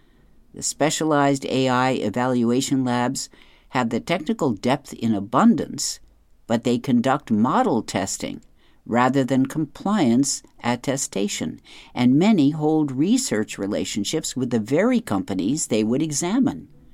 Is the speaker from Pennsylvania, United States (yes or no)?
yes; Pennsylvania, United States; In my home state of Pennsylvania, for example, school districts banned nearly 300 books between 2023 and 2025.